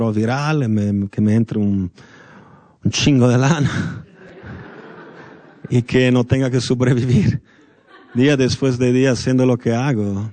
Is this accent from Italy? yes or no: yes; Italy; Spanish is a second language; moved away as an adult; now in Mexico; Si yo lo digo que soy italiano